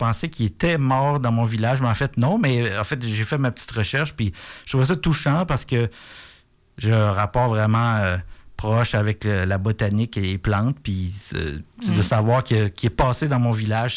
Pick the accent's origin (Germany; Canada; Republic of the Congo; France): Canada; Saint-Ferdinand, Quebec; moved away; Je viens de Saint-Ferdinand